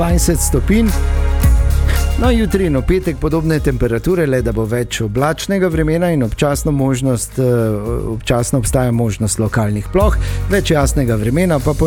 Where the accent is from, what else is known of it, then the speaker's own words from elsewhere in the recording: Maribor, Drava, Slovenia; vseeno smo mi iz Maribora, pa jaz moram resen ker malo vznemirjen, ne?